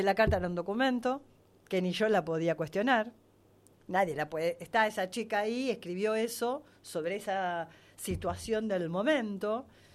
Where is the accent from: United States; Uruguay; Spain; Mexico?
Uruguay; moved away; Yo soy una uruguaya de las que me discuto bastante con muchos uruguayos amigos y familia también.